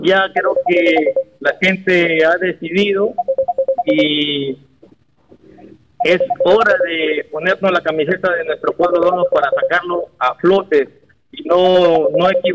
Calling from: Olmos, Lambayeque, Peru; Yo soy Olmano, neto de corazón, del pueblo de Olmos

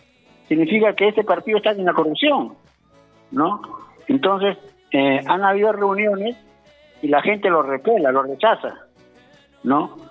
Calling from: Chimbote, Ancash, Peru

